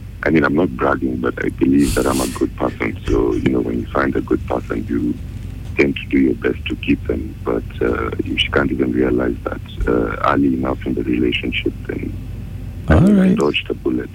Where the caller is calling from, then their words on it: Nairobi, Kenya; sorry. I'm from Langat.